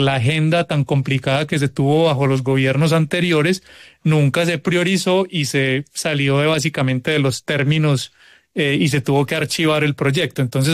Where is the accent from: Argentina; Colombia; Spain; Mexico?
Colombia